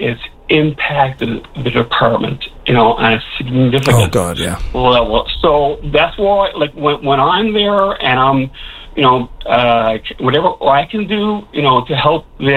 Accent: Gander, Newfoundland and Labrador, Canada; I come from Wight and Gander

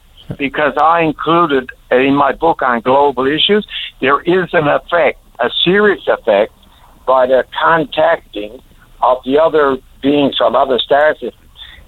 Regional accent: St. Bernard's, Newfoundland and Labrador, Canada; born there; I was born in St. Bernard's, Newfoundland.

